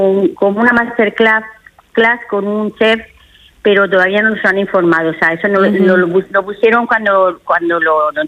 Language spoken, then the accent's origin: Spanish; Cartagena, Region of Murcia, Spain; somos cartageneros